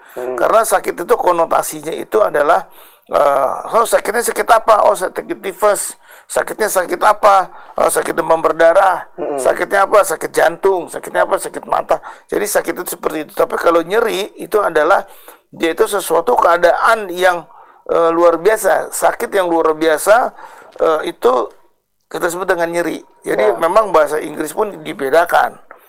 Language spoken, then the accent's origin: Indonesian; Jakarta, Indonesia; saya sendiri aslinya sih memang dari Jakarta, kayak gitu, karena saya sendiri lahir di Jakarta, SD, SMP, SMA juga di Jakarta. Saya mengambil di kedokteran di UI di Jakarta.